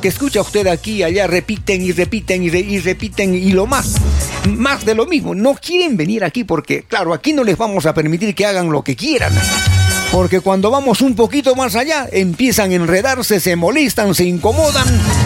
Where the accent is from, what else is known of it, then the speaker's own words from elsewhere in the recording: Arequipa, Peru; born there; aquellos que somos arequipeños bien nacidos en Arequipa